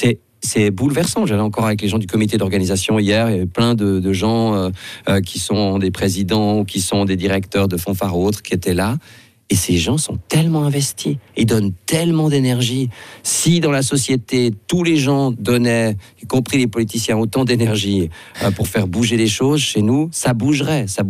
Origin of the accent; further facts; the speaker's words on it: Switzerland; chez nous en Suisse